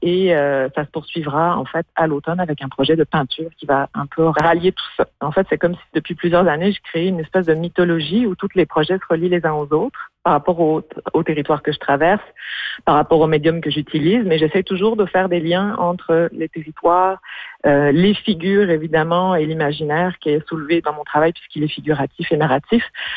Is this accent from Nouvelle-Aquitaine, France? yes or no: yes; Nouvelle-Aquitaine, France; moved away; Parce que la boucle se termine aussi avec ma Charente natale. Je suis française.